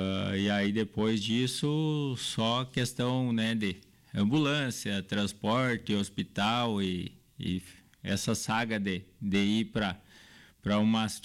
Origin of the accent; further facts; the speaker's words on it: Boa Vista do Incra, Rio Grande do Sul, Brazil; Eu sou do município natural, do município de Boa Vista do Inca, que é no lado